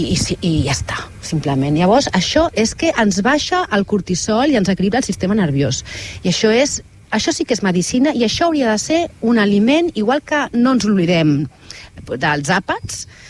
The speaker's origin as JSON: {"language": "Catalan", "town": "Barcelona", "region": "Catalonia", "country": "Spain", "lives_now": "Altafulla, Spain", "said": "com a Barcelonina afincada a Altafulla"}